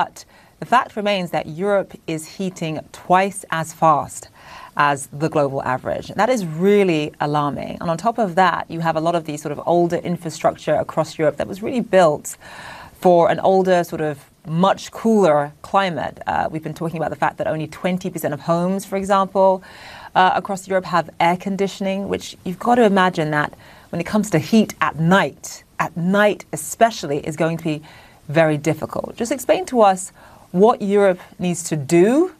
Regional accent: London, United Kingdom; I'm originally from West Africa. I was also born and raised in London.

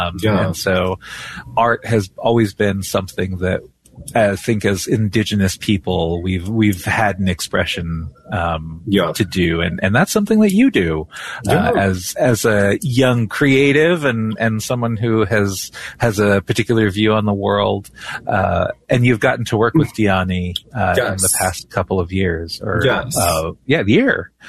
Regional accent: Rosebud, South Dakota, United States; now in Twin Cities, United States; my name is … I use they and he pronouns. I am originally from Rosebud, here with Will Raymond, fellow Rosebud or fellow Sechonga.

